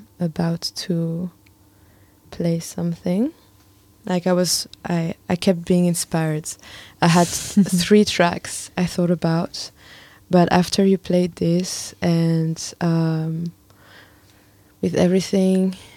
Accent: Brussels, Brussels-Capital Region, Belgium; moved away; I'm from Brussels

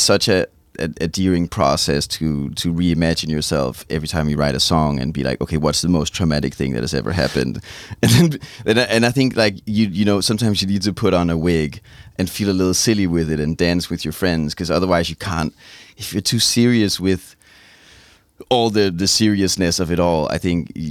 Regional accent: Denmark; I used to do music in Danish before. So I had like just like my Danish name because I'm from Denmark.

